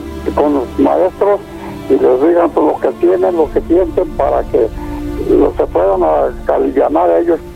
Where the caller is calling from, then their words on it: Zapopan, Jalisco, Mexico; De aquí, de municipio de Zapopan.